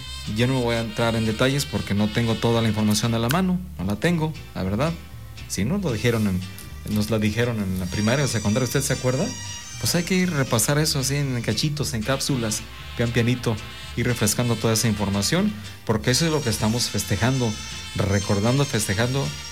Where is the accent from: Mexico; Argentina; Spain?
Mexico; somos mexicanos, nos gusta la pachanga